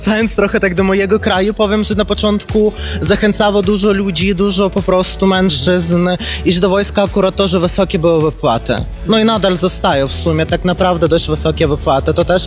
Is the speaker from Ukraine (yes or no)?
yes; Ukraine; Polish is a second language; now in Poland; nie pochodzę z Polski, ogólnie jestem z Ukrainy, więc uważam, że nie byłoby to zbyt etycznie wtrącać się w pytania wewnętrzno-polityczne Polski.